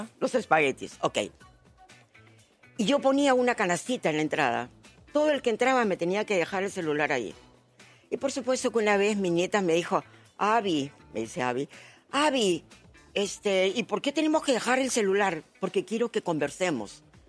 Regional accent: Peru; sí, soy peruana

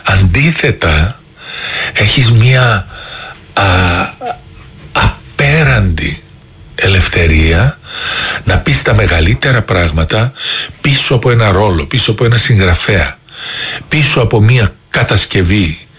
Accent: Athens, Attica, Greece; born there; also born or lived in Thessaloniki / Xanthi; μέχρι 8 χρονών. Ναι. Μετά ήρθαμε Αθήνα.

